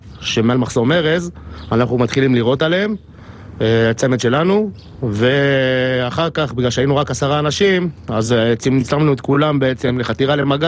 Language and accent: Hebrew; Southern District, Israel; אז אני לא קיבוץ כיסופים, אני מקיבוץ ארז במקור.